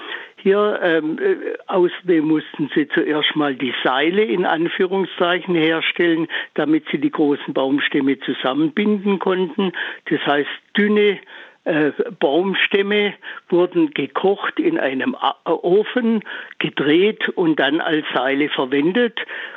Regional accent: Pforzheim, Baden-Württemberg, Germany; moved away as an adult; now in Altensteig, Germany; Und zwar bin ich aufgewachsen in Pforzheim. An der Enz habe ich da öfters gespielt

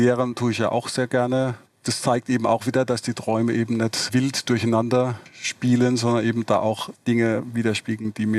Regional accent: Baden-Württemberg, Germany; ich bin ja im Raum Heidelberg aufgewachsen und habe in Karlsruhe Elektrotechnik studiert

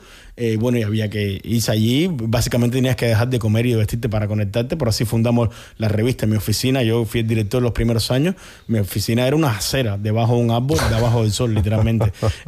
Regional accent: Cuba; Pero claro, como buen cubano, y como te puedes dar cuenta, cuando entré a la universidad me como toda la serra, toda la cese, hablo rápido, me trastabillo.

